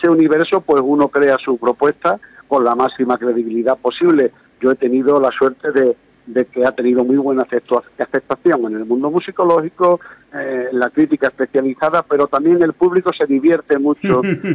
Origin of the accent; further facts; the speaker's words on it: Andalusia, Spain; soy de Andalucía, de la parte sur de España